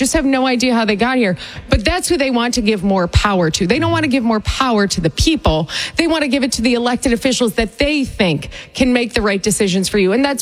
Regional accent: Rochester, New York, United States; I grew up in, as I like to say, the rest of New York. I grew up in Rochester, New York.

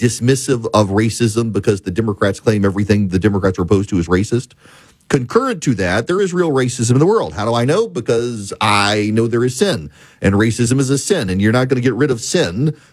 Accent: Dubai, United Arab Emirates; so I grew up in Dubai. I didn't grow up in the country. When I was five, we moved overseas

